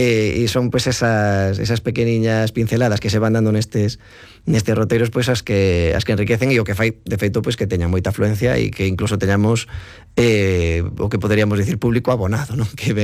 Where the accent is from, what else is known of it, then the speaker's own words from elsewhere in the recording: Allariz, Galicia, Spain; como son de Allariz por barrer para casa, porque non quero ofender a ninguén de Pereiro.